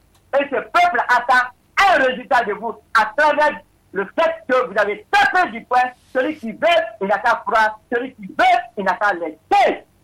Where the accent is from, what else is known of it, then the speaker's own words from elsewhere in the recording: Lola, Nzérékoré Region, Guinea; now in Conakry, Guinea; chez moi à Lola